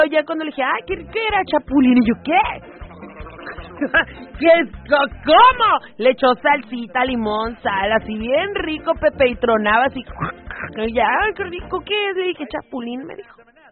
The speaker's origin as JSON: {"language": "Spanish", "country": "Mexico", "said": "Era de nosotros, todas esas riquezas."}